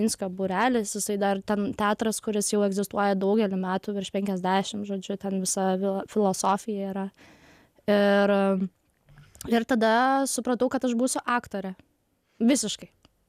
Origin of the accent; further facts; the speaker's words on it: Jurbarkas, Tauragė County, Lithuania; Aš, kaip man buvo 13 metų, aš sudalyvavau aktorių atrankoj, Jurbarke, aš esu iš Jurbarko